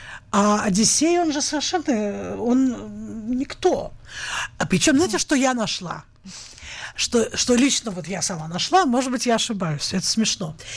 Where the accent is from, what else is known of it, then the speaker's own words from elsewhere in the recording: Saint Petersburg, Russia; я же из Питера, я еще хочу освобождение Ингрии.